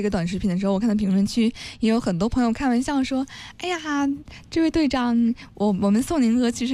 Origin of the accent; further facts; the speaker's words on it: Guigang, Guangxi, China; 我们也欢迎您再次来到我们贵港，一起感受到时候已经恢复完生机的我们的家乡。